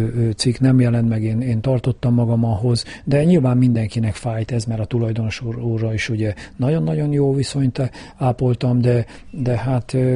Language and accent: Hungarian; Kecskemét, Bács-Kiskun, Hungary; born there; itt születtem, ugye a városközpontban, itt nőttem föl a egyik városrészbe, ugye a Széchenyi városba